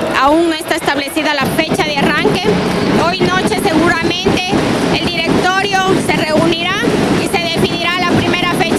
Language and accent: Spanish; Zamora-Chinchipe, Ecuador; los zamoranos